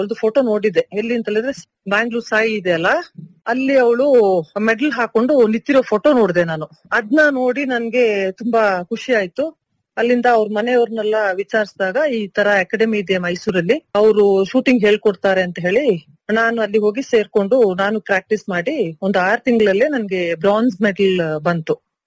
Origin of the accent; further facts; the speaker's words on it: Ammathi, Karnataka, India; ನಾನು ಅಮ್ಮತ್ತಿಯವಳು ಸರ್, ಆನಂದ್ಪುರ ನಾನು ಹುಟ್ಟಿ ಬೆಳೆದಿರೋ ಊರು ಅಮ್ಮತ್ತಿ ಹತ್ರ.